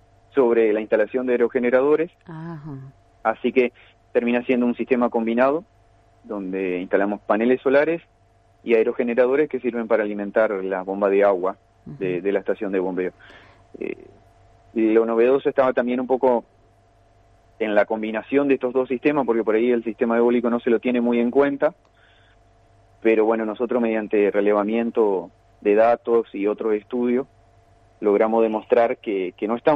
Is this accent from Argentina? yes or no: yes; Valle María, Entre Ríos, Argentina; ambos somos oriundos ahí de Valle María